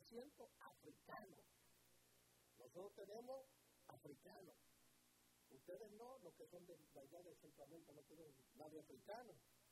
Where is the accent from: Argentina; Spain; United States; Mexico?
United States; New York; Yo no soy judío. Yo soy puertorriqueño del Bronx, Nueva York.